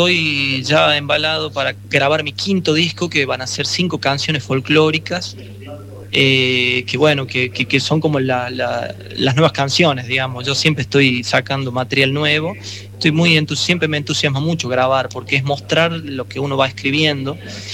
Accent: La Rioja, Argentina; comenzando por el departamento Famatina, que mi papá es de Campanas y mi mamá es de Pituil. Entonces yo provengo de familia de artistas, de gente muy trabajadora.

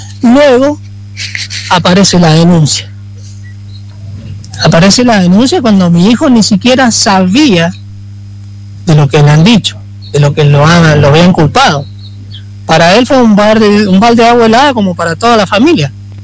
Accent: Mendoza, Argentina; moved away as an adult; now in Guandacol, Argentina; nosotros somos una familia que tenemos 25 años en Guandacol, pero yo soy de Mendoza.

